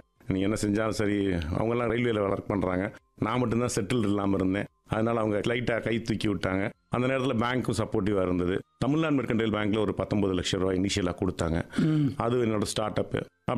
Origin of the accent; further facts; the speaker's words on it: Madurai, Tamil Nadu, India; மதுரையில பிறந்து மதுரையில் வளர்ந்தேன், மதுரையிலேயே வேலை பார்த்தேன்.